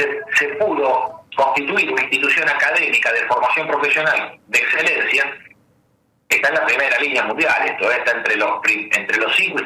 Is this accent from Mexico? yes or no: no; Argentina; como argentinos que somos